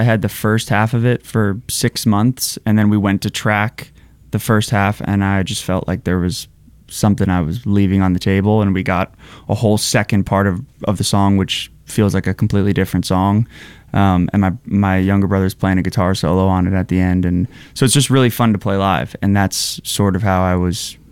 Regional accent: Red Bank, New Jersey, United States; moved away; I grew up about 15 minutes north of Asbury Park.

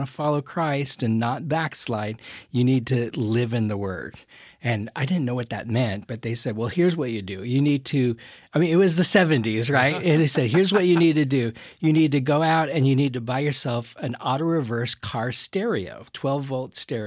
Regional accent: California, United States; also born or lived in Arizona; I grew up kind of well-off America. I grew up in California, moved to Arizona

